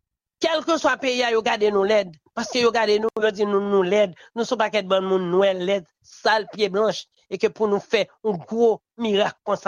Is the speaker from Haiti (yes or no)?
yes; Haiti; je sens que je suis frustré en tant que haïtien